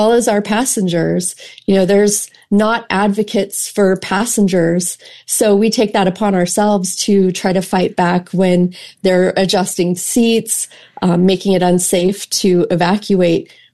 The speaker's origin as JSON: {"language": "English", "town": "Phoenix", "region": "Arizona", "country": "United States", "said": "I'm from Arizona originally, and I'm based in Phoenix."}